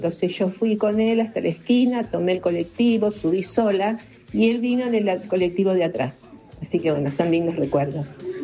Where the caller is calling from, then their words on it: Buenos Aires, Argentina; de Villa Urquiza.